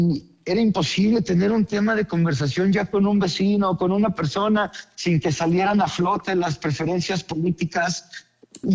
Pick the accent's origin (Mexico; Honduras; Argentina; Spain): Mexico; es que nos quede un poquito de toda esta unidad que estamos viviendo ahorita como mexicanos